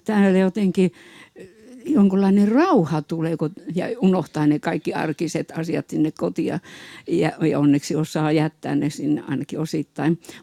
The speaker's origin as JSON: {"language": "Finnish", "town": "Västerås", "region": "Västmanland", "country": "Sweden", "said": "minä tulen Westerosista ja Pentti tulee Köpingistä."}